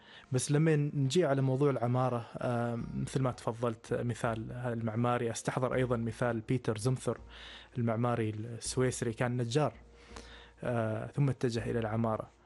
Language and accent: Arabic; Muscat, Muscat Governorate, Oman; moved away as an adult; ترعرعت طبعا في مسقط، وطبعا خضنا في شوارعها ومدارسها وشواطئها كذلك. وكوني اتنقل يعني بين مختلف الاحياء في مسقط،